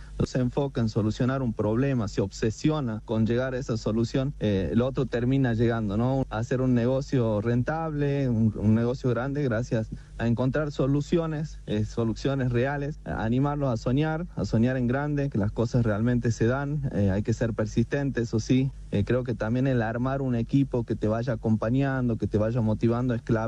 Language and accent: Spanish; Tilcara, Jujuy, Argentina; Yo soy de Tilcara, otro de mis socios de La Quiaca y otro de Palpalá.